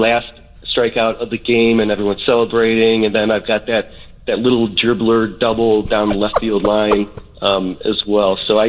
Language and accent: English; Buffalo Grove, Illinois, United States; I grew up in Buffalo Grove, so mm-hmm. North side.